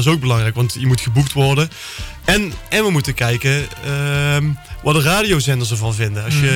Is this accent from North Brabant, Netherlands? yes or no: yes; North Brabant, Netherlands; Ja, maar bij ons in Brabant is dat misschien... Ja. Wel eerder aan de orde, maar...